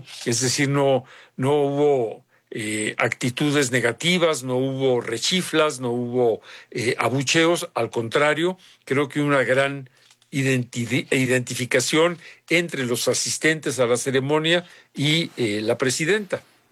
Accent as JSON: {"language": "Spanish", "country": "Mexico"}